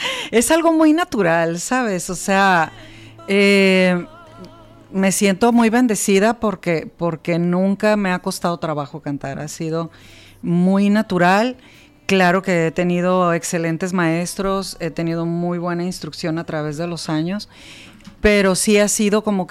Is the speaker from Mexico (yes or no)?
yes; Culiacán, Sinaloa, Mexico; en mi tierra, aquí en Culiacán